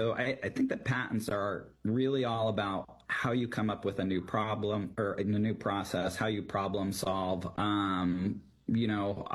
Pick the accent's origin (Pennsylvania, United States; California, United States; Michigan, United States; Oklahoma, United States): California, United States; Los Angeles; Yeah, I grew up in Los Angeles. I am the youngest of three.